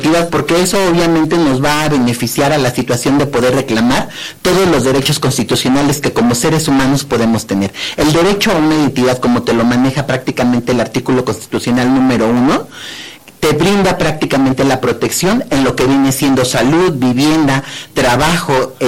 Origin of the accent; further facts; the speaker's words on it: Querétaro, Mexico; la población queretana